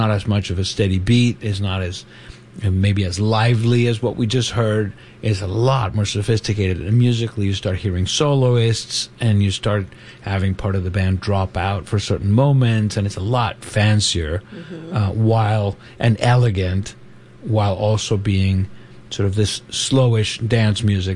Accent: California, United States; as a Californian

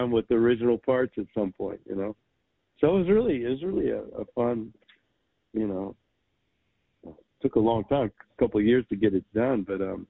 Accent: Shreveport, Louisiana, United States; also born or lived in Texas / New York; now in Los Angeles, United States; I'm from Louisiana. I'm from Shreveport, Louisiana.

